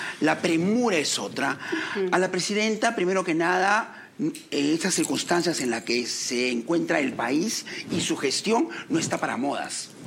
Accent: Peru; Seamos conscientes como ya peruanos.

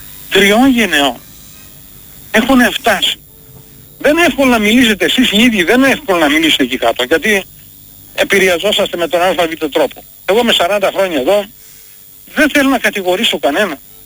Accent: Macedonia, Greece; είμαι Μακεδόνας.

